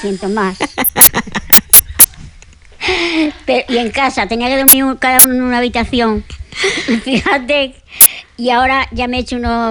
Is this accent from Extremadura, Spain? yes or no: yes; Arroyomolinos, Extremadura, Spain; Yo vivía en Torremenga, aunque yo soy de Arroyomolino, me hice una casa en Torremenga y viví ahí.